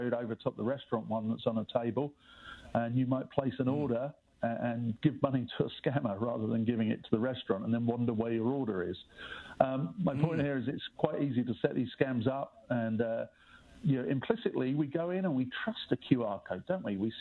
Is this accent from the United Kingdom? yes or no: yes; England, United Kingdom; accent: English; with my accent, I'm English.